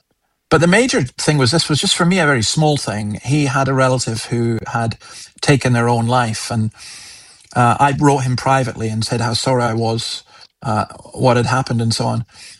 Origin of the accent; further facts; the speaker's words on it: Scotland, United Kingdom; I'm actually quite opinionated and I'm Scottish